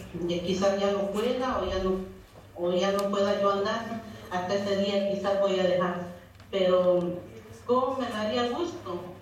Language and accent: Spanish; Paso del Águila, Mexico; yo soy de aquí de Pato del Águila